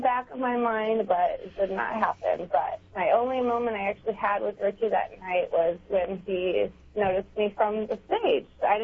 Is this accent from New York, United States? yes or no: no; St. Louis, Missouri, United States; I grew up in St. Louis, Missouri.